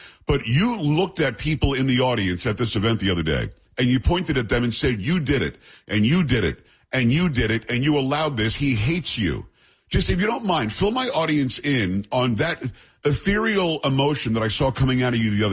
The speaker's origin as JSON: {"language": "English", "town": "Copiague", "region": "New York", "country": "United States", "tie": "born or raised there", "also_born_or_lived": "Amityville, New York", "moved": "yes", "said": "I'm from New York originally. I'm from Long Island. Born in Amityville. Copeg is my hometown."}